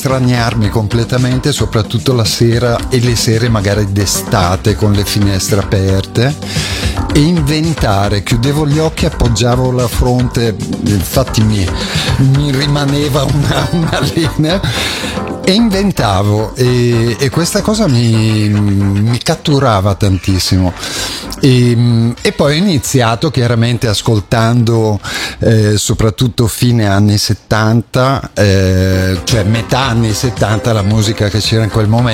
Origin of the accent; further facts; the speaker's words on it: Bergamo, Lombardy, Italy; Io vengo da Bergamo, praticamente. Okay. dalla Valle Seriana, per cui periferia di Bergamo.